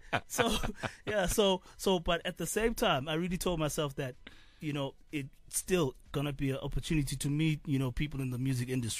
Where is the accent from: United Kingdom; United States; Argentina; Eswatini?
Eswatini; moved away as an adult; now in South Africa; I hail from the Kingdom of Eswatini. I've been based here in SA, you know, for a couple of years on and off. Yeah, I was in college here some years back.